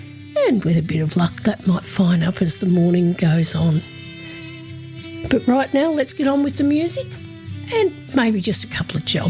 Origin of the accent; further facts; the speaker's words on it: Horsham, Victoria, Australia; broadcasting out of my hometown of Horsham in Western Victoria.